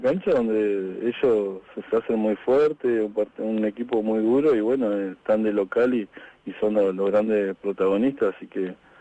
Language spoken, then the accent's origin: Spanish; Chubut, Argentina; yo me crié en Palazzo, o sea, yo vivía, o sea, mis viejos son de Palazzo, nos criamos ahí en Petroleros Privados.